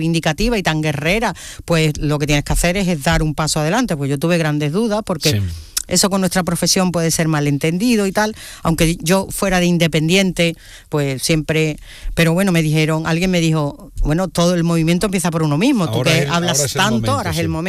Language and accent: Spanish; Huelva, Andalusia, Spain; yo puedo ser muy de Huelva, pero yo soy andaluza.